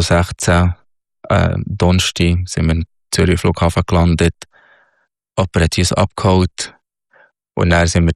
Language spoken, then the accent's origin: German; Egypt; German is a second language; moved away as an adult; now in Switzerland